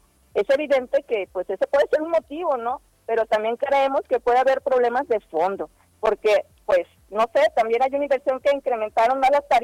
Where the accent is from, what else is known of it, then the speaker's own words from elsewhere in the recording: Villa de Álvarez, Colima, Mexico; sabes que soy de Villa de Álvarez, Israel es de Manzanillo.